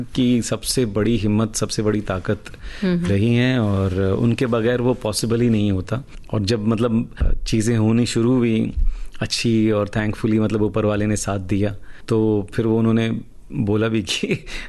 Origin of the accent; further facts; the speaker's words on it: Mumbai, Maharashtra, India; मैं मुंबई में पला बड़ा हूँ, मराठी बोल लेता हूँ